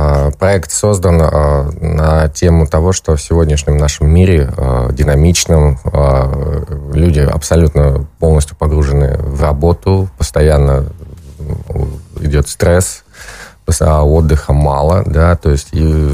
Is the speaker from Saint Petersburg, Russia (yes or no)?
yes; Saint Petersburg, Russia; я сам из Петербурга